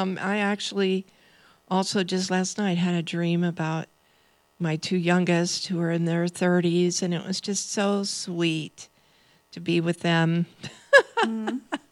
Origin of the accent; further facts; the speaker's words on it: California, United States; Most people know I grew up in California near San Francisco